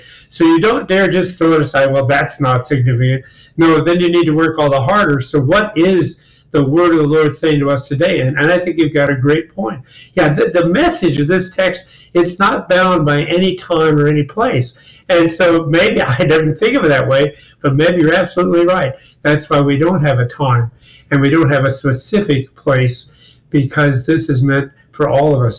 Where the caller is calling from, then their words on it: Minnesota, United States; Yeah, I'm in Minnesota.